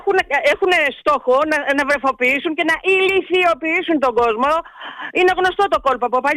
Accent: Eretria, Central Greece, Greece; από Ερετρία και χαίρομαι που σας μιλάω.

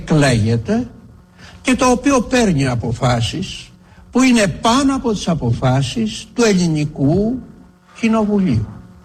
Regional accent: Peloponnese, Greece; Στην πατρίδα μου τη Μάνη λένε το χαμηλό το γάιδαρο όλοι τον καβαλάνε.

